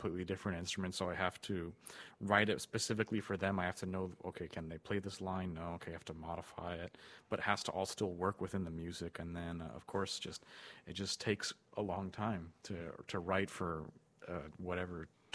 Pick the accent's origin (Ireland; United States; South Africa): United States; Santa Paula, California; I was born in Santa Paula.